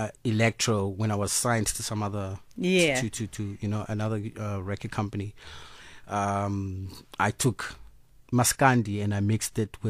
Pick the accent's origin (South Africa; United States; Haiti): South Africa; Cape Town, Western Cape; Skomline is basically a nickname for my hometown.